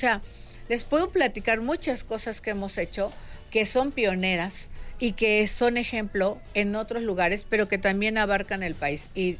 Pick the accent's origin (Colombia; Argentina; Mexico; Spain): Mexico; Somos orgullosamente mexicanos.